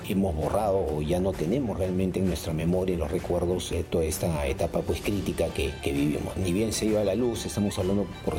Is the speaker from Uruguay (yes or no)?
no; Lima, Peru; born or raised there; also born or lived in San Isidro